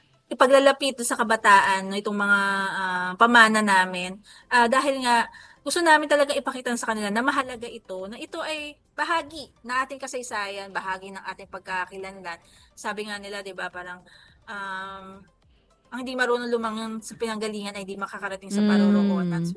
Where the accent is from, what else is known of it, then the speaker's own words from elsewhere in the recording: Baliwag, Central Luzon, Philippines; Dahil ito ay bahagi ng buhay natin bilang Baliwagenyo, bilang Bulakenyo, at bilang Pilipino natin.